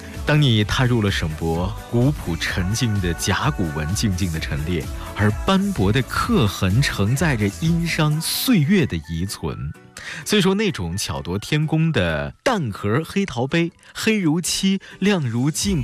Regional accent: Shandong, China; 要说我们山东人轴啊

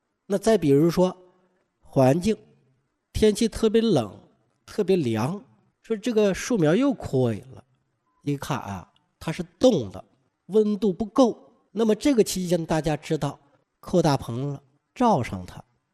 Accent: China; 因为我们中国人就爱补，就喜欢补肾，

